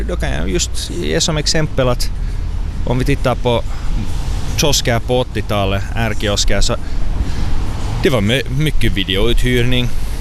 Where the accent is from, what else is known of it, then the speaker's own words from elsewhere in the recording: Sweden; jag är uppvuxen i Sverige